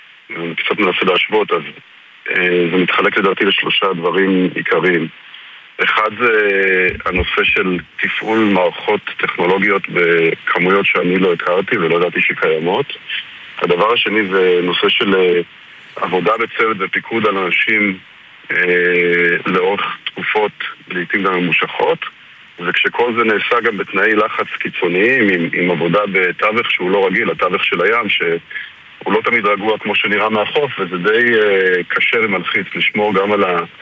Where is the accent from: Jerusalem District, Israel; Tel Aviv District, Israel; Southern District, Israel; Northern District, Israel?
Southern District, Israel; also born or lived in Krayot (Haifa area); בגיל צעיר אנחנו עברנו מהקריות לדרום, אז קצת גדלתי יותר במדבר